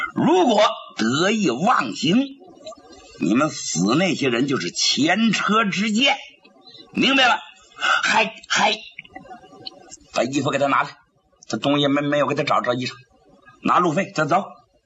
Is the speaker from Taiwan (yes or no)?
no; Shenyang, Liaoning, China; 你看我那阵就是在奉天长大的，奉天就是辽宁，也是沈阳